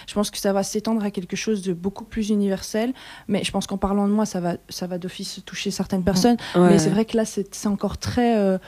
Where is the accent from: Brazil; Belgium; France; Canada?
Belgium; Charleroi, Wallonia; now in Walloon Brabant, Belgium; Je viens de Charleroi à la base, donc toute ma famille vient de Charleroi. Mais je vis dans le Brabant Wallon